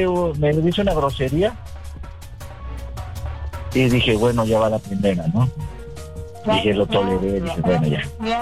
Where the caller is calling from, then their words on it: Mexico City, Mexico; de Coajimalpa.